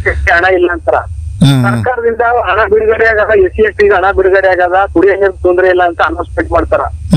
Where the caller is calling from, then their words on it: Huvinakola, Karnataka, India; ಹೂವಿನಕೋಳದಿಂದ ಮುನಿನಳ್ಳಿ ಗ್ರಾಮ ಪಂಚಾಯತಿ ಮಾಜಿ ಉಪಾಧ್ಯಕ್ಷರು.